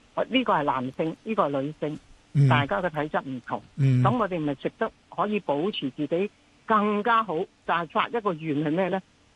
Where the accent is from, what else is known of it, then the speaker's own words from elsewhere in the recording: China; 嗱，我哋中國人好叻嘅，有一種叫爸爸菜香椿，香椿炒蠶豆就會抵消咗。